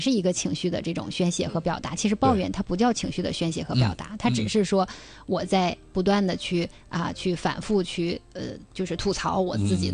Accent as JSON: {"language": "Chinese", "country": "China"}